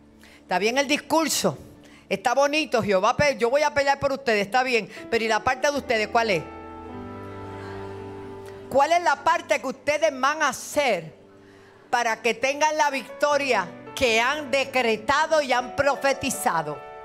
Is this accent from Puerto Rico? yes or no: yes; Puerto Rico; los boricuas somos la gente más trabajadora, somos la gente más sincera, más íntegra, la gente que produce. Los boricuas somos otra cosa porque somos de Dios.